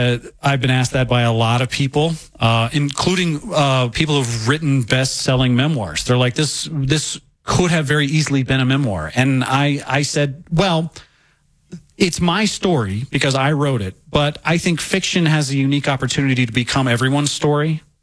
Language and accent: English; Fayetteville, Arkansas, United States; when I was growing up in Arkansas, as Jehovah's Witness